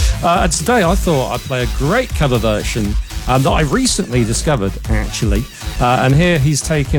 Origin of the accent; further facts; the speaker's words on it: Birmingham, West Midlands, United Kingdom; my hometown of Kings Heath here in South Birmingham.